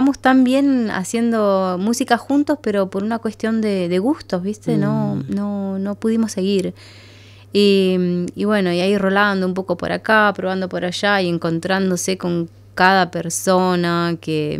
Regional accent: Comodoro Rivadavia, Chubut, Argentina; moved away as an adult; also born or lived in Buenos Aires; yo empecé el tango tradicional ahí en Comodoro, de donde soy, en la Patagonia, y después de algunos meses me mudé a Buenos Aires

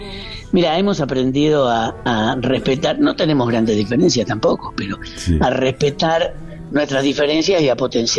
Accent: Rosario, Santa Fe, Argentina; Soy rosarino

